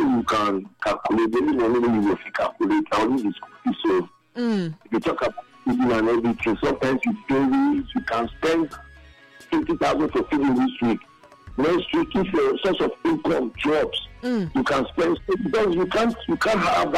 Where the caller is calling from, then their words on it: Ekosodi, Edo, Nigeria; I'm calling from Ekosodi.